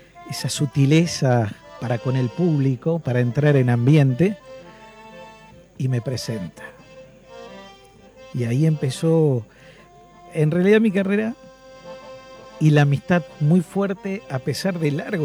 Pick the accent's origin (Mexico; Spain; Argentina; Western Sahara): Argentina; Maciá, Entre Ríos; prueba fuego en mi pueblo